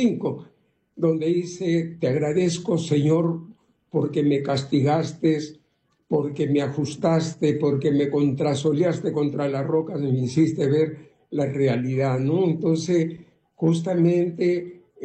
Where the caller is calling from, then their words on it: Callao, Peru; yo soy del Callao